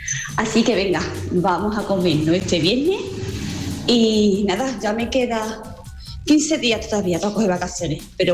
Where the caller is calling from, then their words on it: Alcalá de Guadaíra, Andalusia, Spain; de Alcalá de Guadaira.